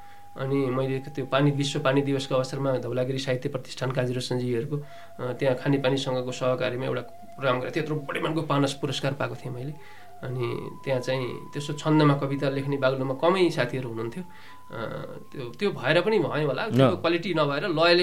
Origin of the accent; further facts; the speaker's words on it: Gulmi District, Lumbini Province, Nepal; हाम्रो एकसिङ नाम ठाउँको नाम हो गुल्मी जिल्लामा मगर भाषा बोलिन्छ भने त्यहाँ मात्रै बोलिन्छ गुल्मी जिल्लाभरिमा मगर भाषा बोल्ने वक्ताहरू मेरो गाउँमा छन्